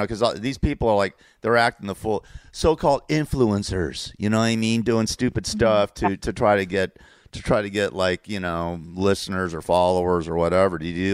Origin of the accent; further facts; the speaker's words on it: Los Angeles, California, United States; I grew up on the Sunset Strip.